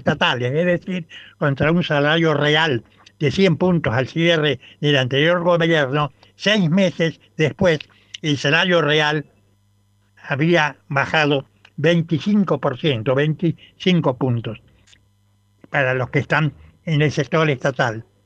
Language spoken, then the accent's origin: Spanish; Rosario, Santa Fe, Argentina; now in Buenos Aires, Argentina; mi ciudad natal